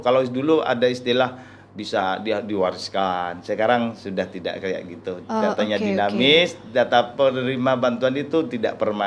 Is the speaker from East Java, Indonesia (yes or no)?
yes; Sampang, Madura, East Java, Indonesia; di desa saya, di dampingan saya dulu waktu di Kedungdung di Pelenggan